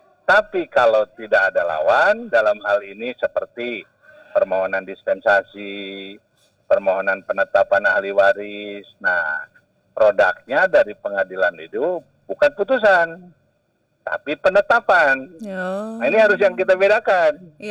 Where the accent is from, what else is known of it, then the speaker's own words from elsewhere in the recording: West Java, Indonesia; kabupaten kota kita ini, Jawa Barat tercinta ini